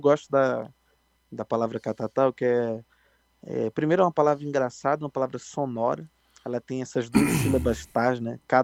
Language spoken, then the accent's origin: Portuguese; Alagoas, Brazil; now in São Paulo, Brazil; Mas eu sei que ele é nordestino, como eu, né? Eu sou alagoano